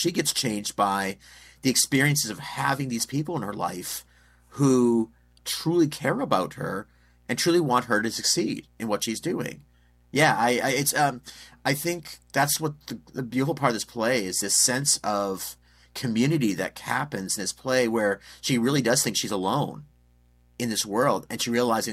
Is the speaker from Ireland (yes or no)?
no; Manitoba, Canada; moved away; I grew up in Manitoba. So I grew up not very far from where she was born and raised.